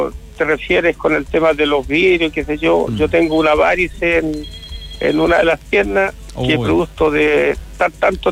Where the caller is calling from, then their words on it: Linares, Maule, Chile; soy de Linares